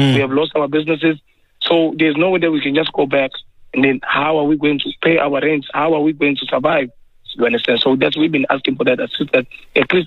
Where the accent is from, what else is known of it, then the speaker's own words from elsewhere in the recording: DR Congo; To be quite honest with you, we have no choice, because I'm from Congo, the country where I come from. There's war.